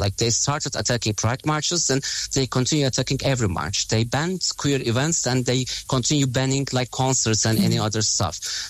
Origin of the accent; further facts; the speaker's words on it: Turkey; It saved my life, actually. When I was a kid, I felt really lonely.